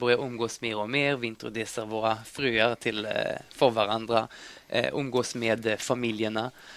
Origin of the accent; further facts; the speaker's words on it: Israel; now in Stockholm, Sweden; Israel faktiskt, där jag kommer ifrån.